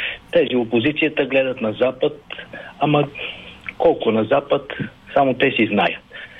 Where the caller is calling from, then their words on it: Sofia, Sofia City, Bulgaria; от София.